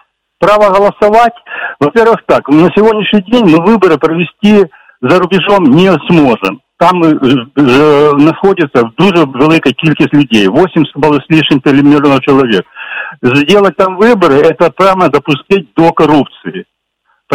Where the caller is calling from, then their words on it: Kyiv, Ukraine; Я з Києва.